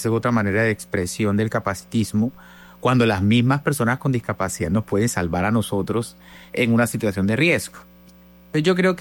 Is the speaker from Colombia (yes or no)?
yes; Caribbean Region, Colombia; accent: costeño; nosotros los costeños nos criamos frente al mar. Es decir, nacemos frente al mar.